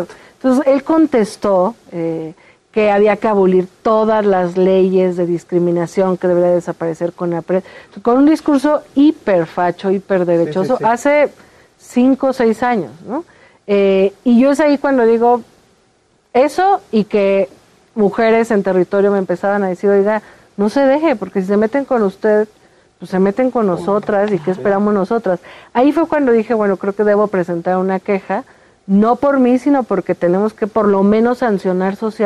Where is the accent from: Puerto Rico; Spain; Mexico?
Mexico; como mexicanas y mexicanos